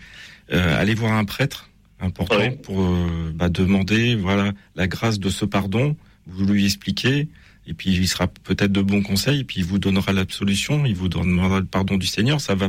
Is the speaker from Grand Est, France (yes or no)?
no; Brittany, France; Je suis breton.